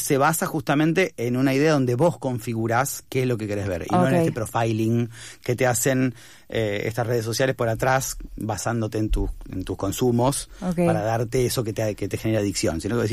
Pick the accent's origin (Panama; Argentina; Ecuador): Argentina; entré como argentino primero.